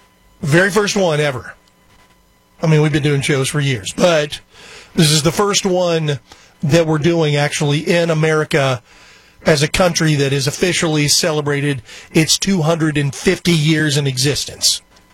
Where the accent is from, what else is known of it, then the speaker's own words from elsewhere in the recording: Texas, United States; I was born in Texas, raised in the greatest country that has ever existed, the Republic of Texas, but you know, blanketed by the United States of America